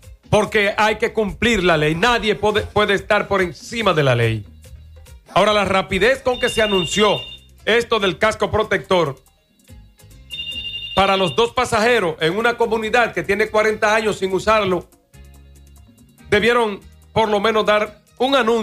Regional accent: Moca, Espaillat, Dominican Republic; aquí, de mi pueblo de Moca

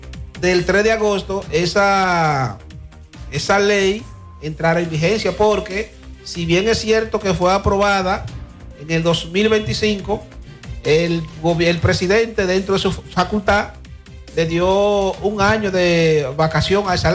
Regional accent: Dominican Republic; Pero desgraciadamente somos dominicanos

